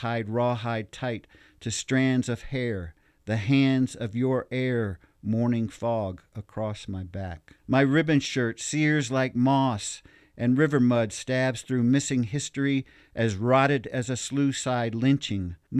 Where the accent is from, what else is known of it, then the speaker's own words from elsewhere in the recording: Georgia, United States; my understanding of myself as a Muskogee man, because I didn't grow up in Oklahoma, I grew up in Georgia, but I had relatives in Oklahoma and we would visit there often.